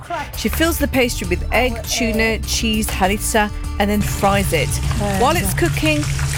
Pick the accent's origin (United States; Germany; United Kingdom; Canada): United Kingdom; Beckenham, London; Growing up in Beckenham and seeing a French player with North African roots become one of the world's greatest footballers made me feel proud of my own identity.